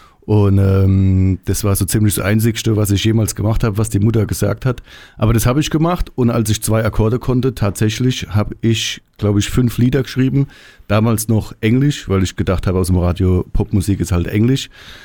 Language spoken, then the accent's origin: German; Germany; accent: Kurpfälzisch; dieser Dialekt, mit dem ich quasi als Kind schon auf der Straße sprechen gelernt habe